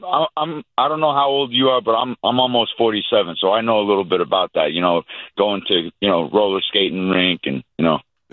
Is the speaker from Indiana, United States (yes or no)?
no; Las Vegas, Nevada, United States; moved away as an adult; I played college football. I grew up out west in Vegas. You know, I moved here in 1999, but I played out there.